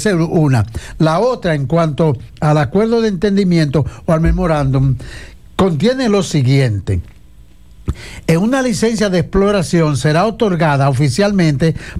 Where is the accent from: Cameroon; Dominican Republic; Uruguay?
Dominican Republic; el país, hablo de República Dominicana